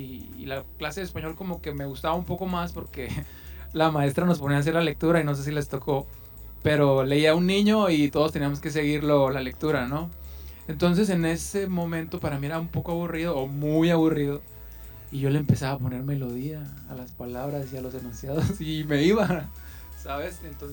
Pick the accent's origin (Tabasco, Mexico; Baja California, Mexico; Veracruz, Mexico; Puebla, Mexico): Baja California, Mexico; Mexicali; now in Tijuana, Mexico; Vengo desde Mexicali y pues aquí andamos en Tijuana.